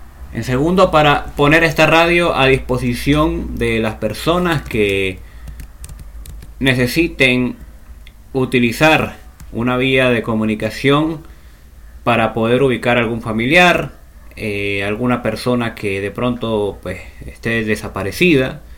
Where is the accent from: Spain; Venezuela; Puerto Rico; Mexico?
Venezuela; now in Santiago, Chile; ustedes saben que yo soy venezolano, tengo ya varios años residenciado acá en Santiago de Chile.